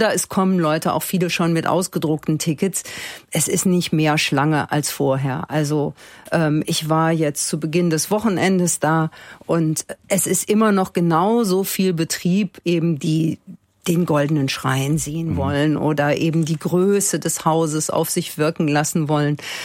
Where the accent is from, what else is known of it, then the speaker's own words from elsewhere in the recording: Cologne, North Rhine-Westphalia, Germany; auch als Kölnerin